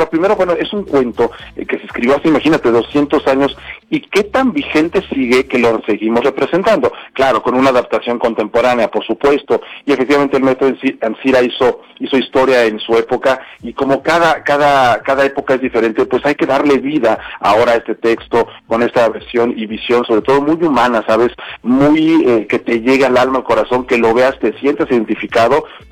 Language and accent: Spanish; Mexico; nosotros como mexicanos